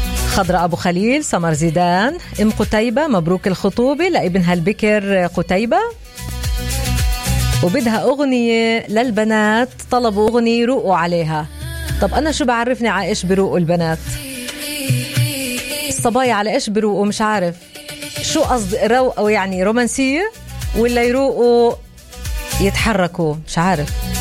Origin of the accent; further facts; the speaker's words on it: Palestine; بس اللي عندنا في فلسطين برأيه عصام انه احنا زي اللي البلدية تبعت الخروف بتسكر الشرايين على خلاص مرة واحدة.